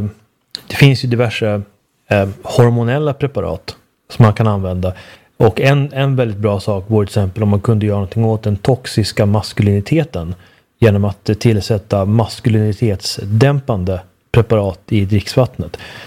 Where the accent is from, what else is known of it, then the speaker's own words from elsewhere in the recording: Uppsala, Uppsala County, Sweden; kommunen där jag växte upp i Uppsala har en hög fluorhalt, en av de högsta i landet.